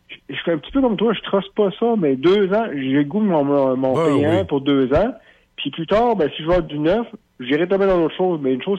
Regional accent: the Maritimes, Canada; mais moi je viens des Maritimes

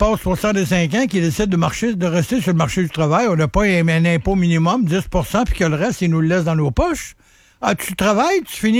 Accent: Quebec, Canada; On n'a pas d'épines dorsales, on est des Québécois, puis on suit que la poutine pis Creton, ça va nous sauver la vie.

